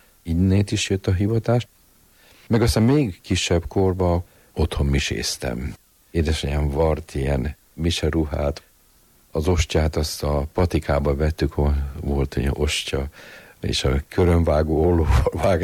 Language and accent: Hungarian; Budapest, Hungary; A Mátyás templomba nőttünk föl, minisztráns voltunk